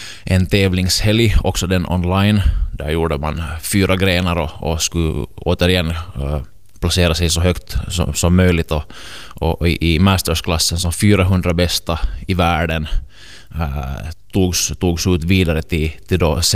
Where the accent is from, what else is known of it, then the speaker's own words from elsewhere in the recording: Karis, Uusimaa, Finland; moved away as an adult; Jag är ju född och uppvuxen i Karis